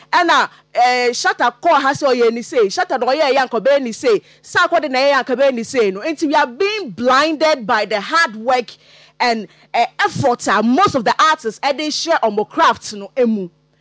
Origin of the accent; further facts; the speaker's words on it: Ghana; Say I am very disappointed as a Ghanaian.